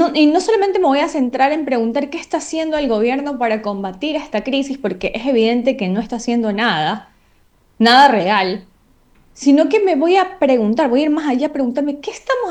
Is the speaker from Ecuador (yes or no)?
yes; Ecuador; Yo como ecuatoriana